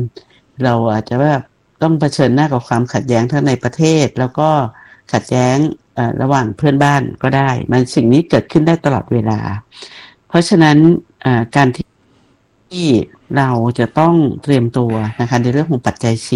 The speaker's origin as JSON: {"language": "Thai", "region": "Nakhon Nayok", "country": "Thailand", "tie": "born or raised there", "lives_now": "Prachinburi, Thailand", "said": "ต้องรู้สึกว่าแบบที่นี่เป็นพื้นที่บ้านอยู่นครนายกแต่ว่ามาอยู่ปัจจีนจนกลายเป็นคนปัจจีนจริงๆ"}